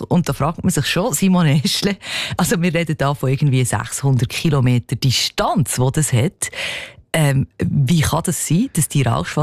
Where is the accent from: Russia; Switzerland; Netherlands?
Switzerland; Aber da können wir ja jetzt eben noch ein Liedli davon singen bei uns in der Schweiz.